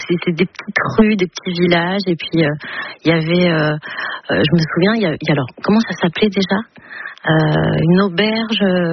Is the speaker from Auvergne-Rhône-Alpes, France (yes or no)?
no; Nice, Provence-Alpes-Côte d'Azur, France; moved away as an adult; now in Paris, France; Quand j'étais petite, oui, mais après j'ai fait du théâtre et on m'a gommé mon accent.